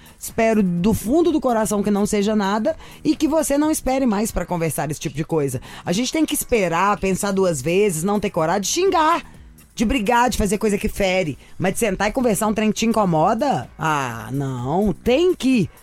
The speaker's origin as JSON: {"language": "Portuguese", "region": "Minas Gerais", "country": "Brazil", "said": "Eu sou mineira."}